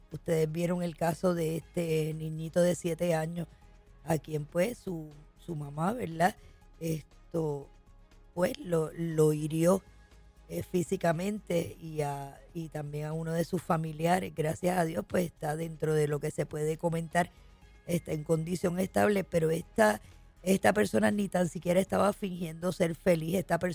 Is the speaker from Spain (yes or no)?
no; Puerto Rico; sea como el boricua, mira, Island Time. Yo sé que nosotros todo lo cogemos suave.